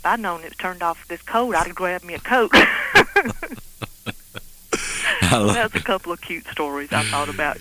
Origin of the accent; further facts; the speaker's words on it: Alabama, United States; I'm from South Alabama